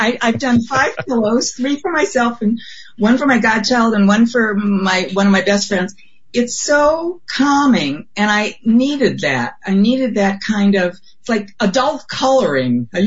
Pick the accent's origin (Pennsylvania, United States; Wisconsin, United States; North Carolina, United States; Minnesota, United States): Wisconsin, United States; Milwaukee; moved away; I'm from Milwaukee.